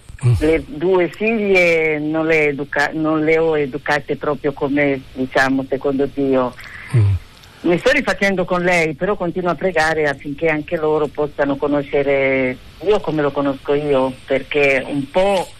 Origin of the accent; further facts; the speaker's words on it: DR Congo; Italian is a second language; now in Pesaro, Italy; Sì, sono della Repubblica Democratica del Congo, del Sud, diciamo. Sono dall'88, adesso quanti anni sono che sono qui non lo so, quasi 40 anni.